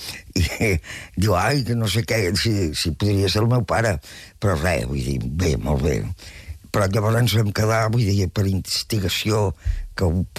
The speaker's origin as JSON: {"language": "Catalan", "town": "Terrassa", "region": "Catalonia", "country": "Spain", "tie": "born or raised there", "said": "Jo soc nascuda a Terrassa i vivia a Terrassa."}